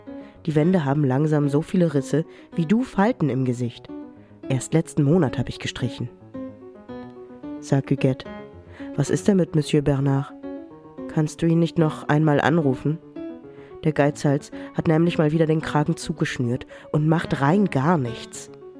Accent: Germany; Ich bin in den 90ern aufgewachsen und dort habe ich ganz viel konsumiert an Video-, Film-Sachen. Und ich bin in Deutschland aufgewachsen, aber in so einer französischen Bubble.

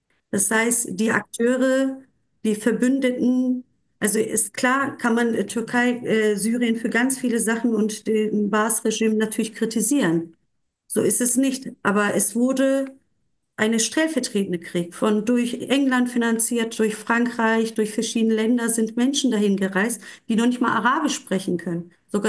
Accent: Dersim, Tunceli Province, Turkey; German is a second language; now in Germany; in meinem Heimatstadt Dersim waren auch Demos.

